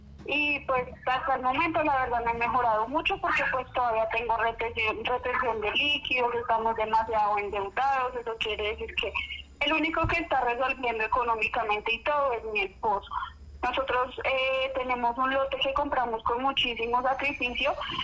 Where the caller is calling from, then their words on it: Maceo, Antioquia, Colombia; Yo llamo desde Maceo, Antioquia.